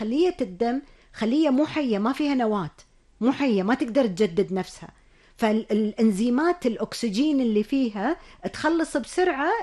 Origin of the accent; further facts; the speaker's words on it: Kuwait; إحنا عندنا بالكويت